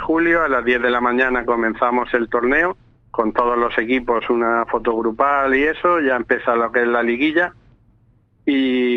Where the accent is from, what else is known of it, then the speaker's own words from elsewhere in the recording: San Juan de los Terreros, Andalusia, Spain; en principio era para ver el rugby en mi pueblo, en San Juan de los Terreros, en Pulpí